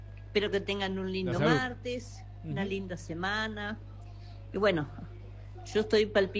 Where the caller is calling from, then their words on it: Saladillo, Buenos Aires Province, Argentina; de Saladillo